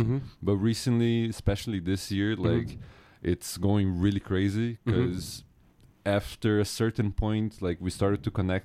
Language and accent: English; Curitiba, Paraná, Brazil; moved away as an adult; now in Tokyo, Japan; So I was born and raised in Curitiba, in the south of Brazil